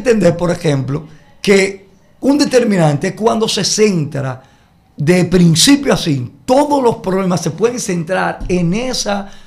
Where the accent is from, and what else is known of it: Dominican Republic